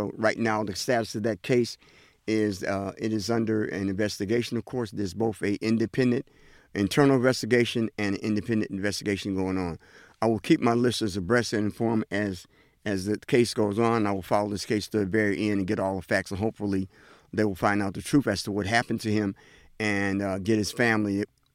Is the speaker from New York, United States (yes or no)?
yes; New York, United States; And being I'm a Yankee man, I'm a New Yorker, I got to be faithful to my Yankees.